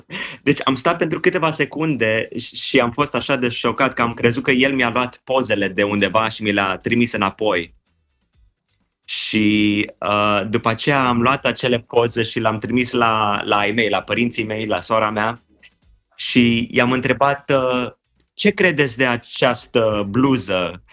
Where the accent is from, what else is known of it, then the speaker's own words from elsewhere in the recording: Iași County, Romania; mama se trage de acolo, bunicii mei sunt din Moldova de lângă Iași. Așa. Și am copilărit pe acolo și am avut tot timpul curiozitatea asta să aflu mai departe.